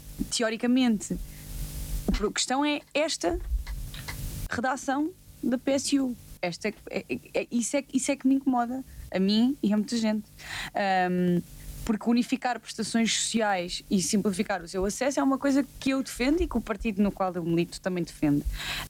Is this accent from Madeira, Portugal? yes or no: no; Lisbon, Portugal; accent: Lisbon; Podia ter dito com o meu sotaque de Lisboa, então.